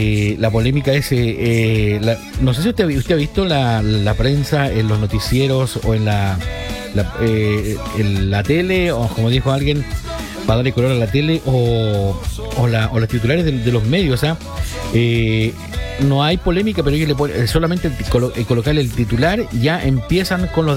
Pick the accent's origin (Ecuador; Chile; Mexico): Chile; yo soy chileno, nosotros queremos que Chile le vaya bien